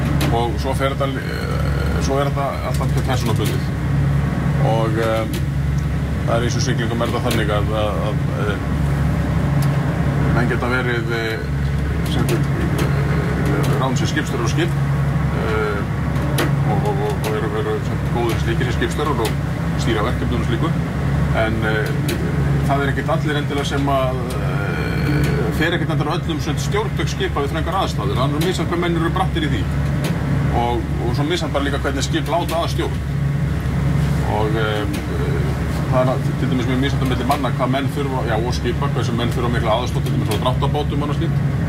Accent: Grindavík, Southern Peninsula, Iceland; Ég kem úr Grindavík hérna, og býð þar

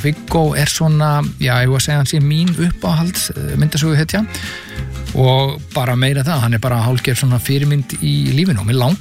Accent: Reykjavík, Capital Region, Iceland; þegar ég var að alast upp í Breiðholtinu

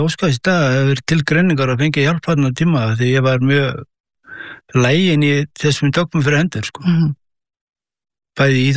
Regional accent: Hveragerði, Southern Region, Iceland; Ég frá Hveragerði, uppalið þar, Hveragerðingur. Og bjó mína skólagöngu í Hveragerði

